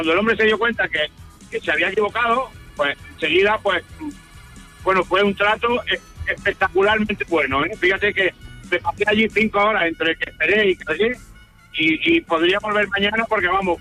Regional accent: Seville, Andalusia, Spain; Pues entre Valdepeña y Manzanares estoy. Vengo de Sevilla, mi arma.

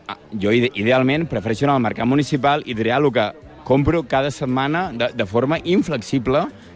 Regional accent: Palamós, Catalonia, Spain; Jo sóc de Palamós.

